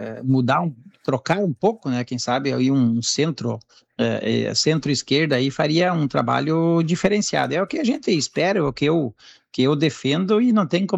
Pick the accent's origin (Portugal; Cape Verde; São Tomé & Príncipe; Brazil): Brazil; Ibirubá, Rio Grande do Sul; porque eu sou natural de Ibirubá, né?